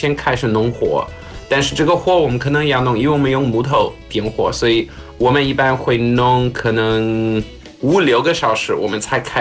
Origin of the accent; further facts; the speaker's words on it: South Africa; Chinese is a second language; moved away; 像在我年轻的时候在南非长大